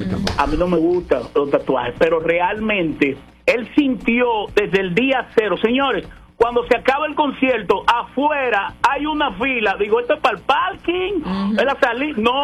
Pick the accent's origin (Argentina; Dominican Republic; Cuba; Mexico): Dominican Republic; yo tengo que decirle que soy dominicano.